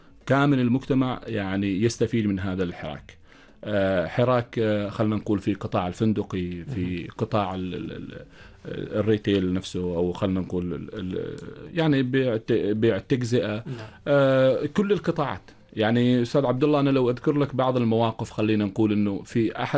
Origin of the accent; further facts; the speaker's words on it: Oman; احنا كشعب عماني